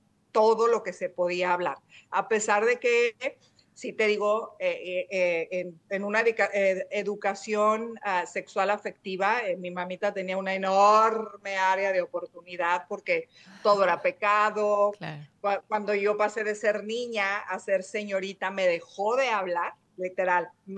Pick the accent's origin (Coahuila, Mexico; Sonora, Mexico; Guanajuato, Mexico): Guanajuato, Mexico; León; also born or lived in Puebla; yo soy de León, Guanajuato, yo me fui a vivir a estudiar a la Universidad a Puebla, regreso porque la verdad es que yo extrañaba muchísimo a mi mamá.